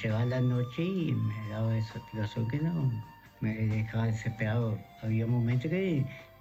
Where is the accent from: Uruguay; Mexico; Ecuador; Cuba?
Uruguay; Fray Bentos, Río Negro; born there; Sí, de acá, Fray Bento. Nacíamos, soy de acá